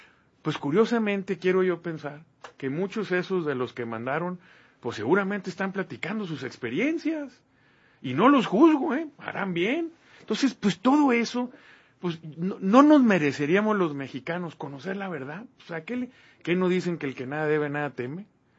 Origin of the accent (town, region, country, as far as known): Mexico